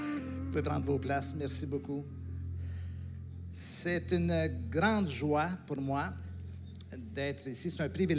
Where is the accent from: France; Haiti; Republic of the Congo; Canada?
Canada; Quebec; accent: Québécois